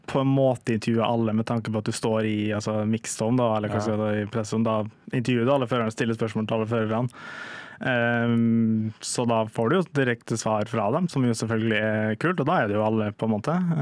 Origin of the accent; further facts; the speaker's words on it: Molde, Møre og Romsdal, Norway; jeg vet ikke om det er fordi jeg er fra Molde, eller hva det er, men det var, for der er det null bilsport